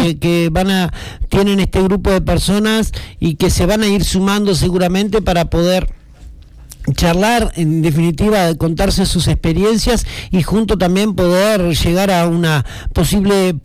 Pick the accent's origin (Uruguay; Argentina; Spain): Uruguay; Viste cómo somos los uruguayos